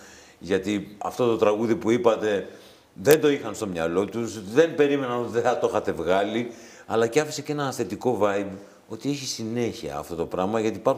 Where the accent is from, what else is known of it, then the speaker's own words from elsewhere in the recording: Tripoli, Peloponnese, Greece; Εγώ είμαι από την Τρίπολη